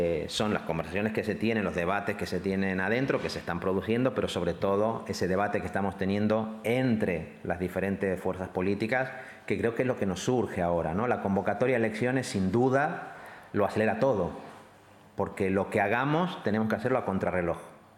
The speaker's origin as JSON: {"language": "Spanish", "region": "Catalonia", "country": "Spain", "said": "si a mí me pregunta como catalán y sale el nombre de Ada Colau"}